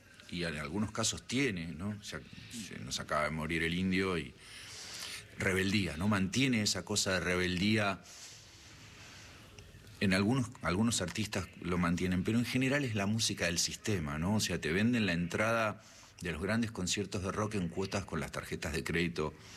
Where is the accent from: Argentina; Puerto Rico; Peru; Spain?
Argentina; Buenos Aires Province; Yo soy bonaerense.